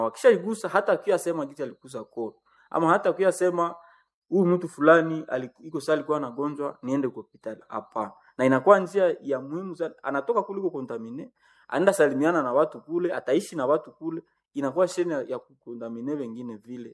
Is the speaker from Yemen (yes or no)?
no; DR Congo; Niko jeune, mimi natokea katika RD Sante ya Wanamahika.